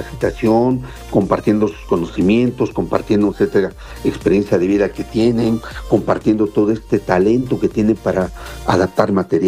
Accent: Oaxaca, Mexico; qué orgullo saberlo como oaxaqueños

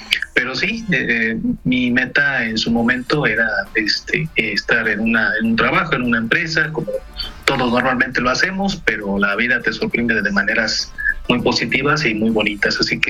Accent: Mexico; El español que nos identifica como mexicanos es muy diferente del español de Centroamérica por la cultura, en Sudamérica igual, en Europa.

